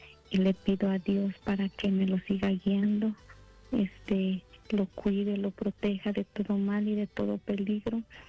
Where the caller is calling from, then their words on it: Houston, Texas, United States; yo llamo desde Houston, Texas, su hermanita